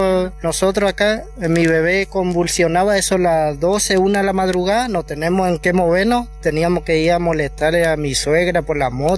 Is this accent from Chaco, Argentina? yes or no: yes; Chaco, Argentina; Porque yo soy del Chaco y allá lamentablemente teníamos Canday y no se conseguía nada. Y de ahí nos mandaban para acá y bueno, no nos quedó otra de venir para acá.